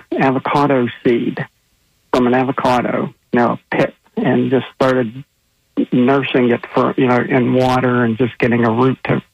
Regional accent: Pittsburgh, Pennsylvania, United States; moved away; We're from Pittsburgh, Pennsylvania, originally, and we moved down here permanently the very beginning of 2000.

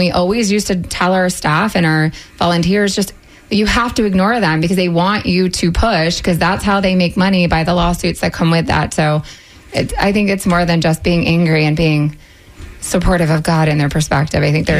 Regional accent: Maryland, United States; also born or lived in Philadelphia area; So I grew up in Maryland, but I lived in outside of Philly for about a decade, and I started an LGBT nonprofit up that way.

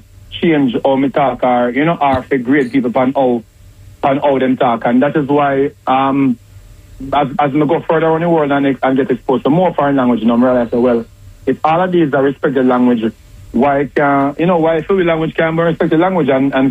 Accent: Smithville, Clarendon, Jamaica; I'm from Turner. I'm from the hills of Turner, a place called Smithville.

